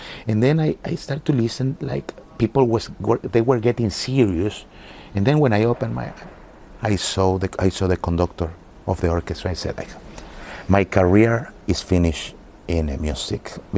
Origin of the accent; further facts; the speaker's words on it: Barquisimeto, Lara, Venezuela; in my hometown, Barquisimeto.